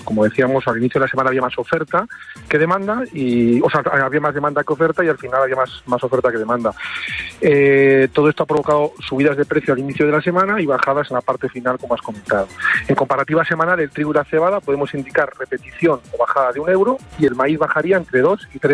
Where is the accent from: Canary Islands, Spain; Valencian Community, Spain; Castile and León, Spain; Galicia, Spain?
Castile and León, Spain; Gordaliza del Pino; mi pueblo, Gordaiza del Pino, y su comarca, la comarca de Sahagún, que es una comarca muy, muy importante en la época de la Reconquista, con mucha historia